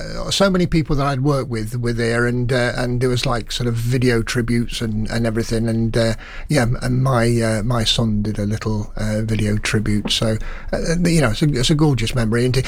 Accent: Nottingham, East Midlands, United Kingdom; born there; also born or lived in Bilborough; I was born in St Anne's, and I used to go to the library there.

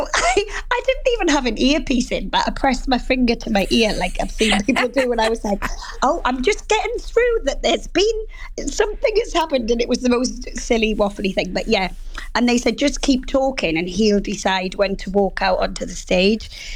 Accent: Wales, United Kingdom; moved away as an adult; now in North East England; Sort of growing up in South Wales

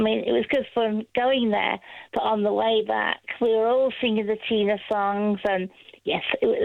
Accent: Northwich, North West England, United Kingdom; now in Anglesey, United Kingdom; from Norwich in Cheshire, my hometown

